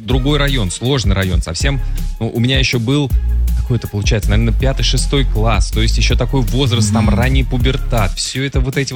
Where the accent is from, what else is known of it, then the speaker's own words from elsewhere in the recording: Moscow, Russia; я как москвич